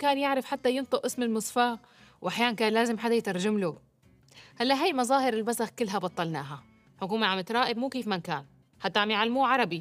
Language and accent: Arabic; Syria